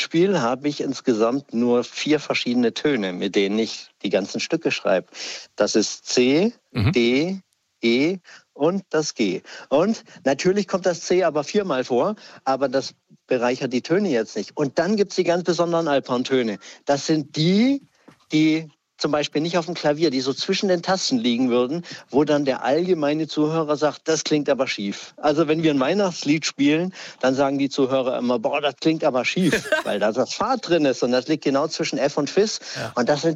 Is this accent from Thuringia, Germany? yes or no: no; Berlin, Germany